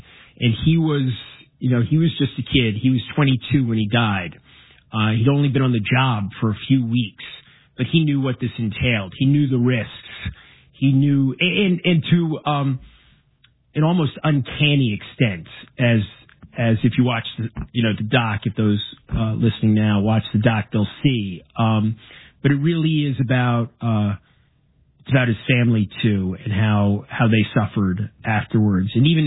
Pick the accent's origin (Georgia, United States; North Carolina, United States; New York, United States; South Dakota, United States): New York, United States; But yeah, as a New Yorker, being there that day, 5 miles away